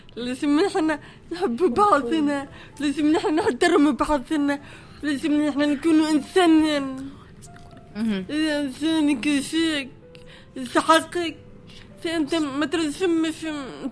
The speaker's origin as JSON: {"language": "Arabic", "country": "Tunisia", "moved": "yes"}